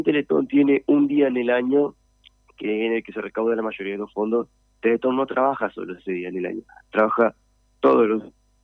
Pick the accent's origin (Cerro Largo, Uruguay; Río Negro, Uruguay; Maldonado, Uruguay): Río Negro, Uruguay; Fray Bentos; now in Montevideo, Uruguay; yo soy fragmentino, si bien estoy viviendo en Montevideo, yo soy de Fragmentos